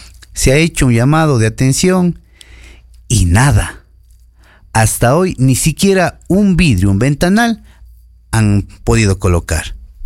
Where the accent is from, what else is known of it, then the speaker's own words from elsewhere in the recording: Ecuador; nosotros como ecuatorianos, como ciudadanos